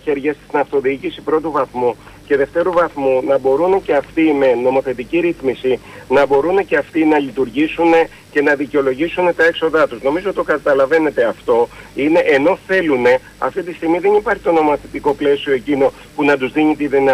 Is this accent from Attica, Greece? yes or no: no; Peloponnese, Greece; έχω δουλέψει 15 χρόνια στον τόπο μου